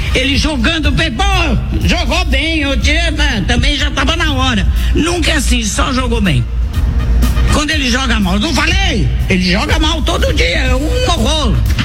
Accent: São Paulo, Brazil; born there; now in Rio de Janeiro, Brazil; Eu nasci aí, eu nasci em São Paulo

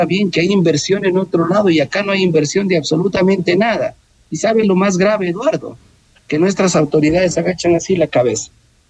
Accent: Loja, Ecuador; nosotros también somos parte del Ecuador. En Loja hemos sido actores protagónicos del desarrollo del país.

